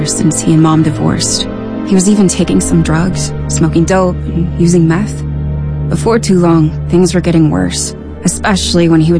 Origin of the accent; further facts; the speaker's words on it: Brainerd, Minnesota, United States; I grew up in Minnesota, in Brainerd.